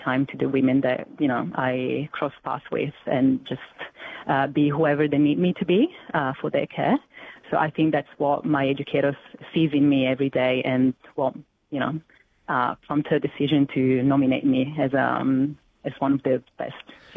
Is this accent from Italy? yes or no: yes; Italy; English is a second language; moved away as an adult; now in Australia; I'm already a midwife in my country. I come from Italy. I got my registration over 10 years ago, like a month before I decided to move to Australia.